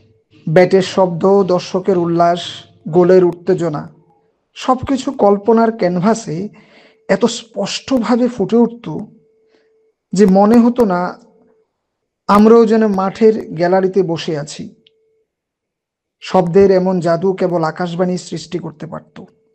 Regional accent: Kakraban, Tripura, India; born there; now in Agartala, India; আমার জন্ম হয়েছিল কাকড়াবনে, যদিও বর্তমানে কাজের নিরিখে আমাকে আগরতলায় থাকতে হয়।

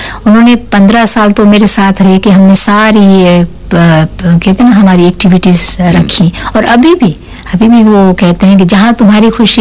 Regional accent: Dar es Salaam, Tanzania; جی میں دار اسلام کی رہنے والی ہوں, اور آپ کو بتاؤں کہ دار اسلام اتنی خوبصورت جگہ ہے

